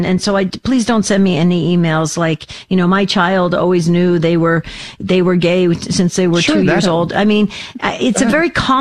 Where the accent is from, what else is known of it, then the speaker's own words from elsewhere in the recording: New Jersey, United States; My neighbors were all Jewish where I grew up in New Jersey.